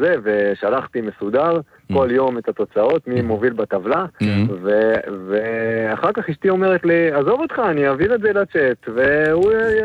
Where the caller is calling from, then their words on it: Hadera, Haifa District, Israel; אני מחדרה, אבא לארבע בנות.